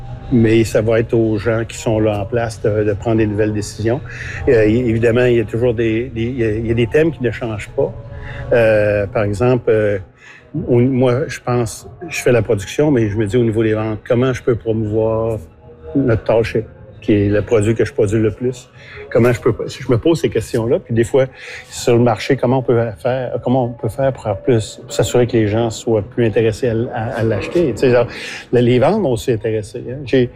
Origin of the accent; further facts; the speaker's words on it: Quebec City, Quebec, Canada; moved away as an adult; also born or lived in Montreal; now in Halifax, Canada; À Québec, à la ville de Québec. Ouais. J'ai étudié à Montréal avant.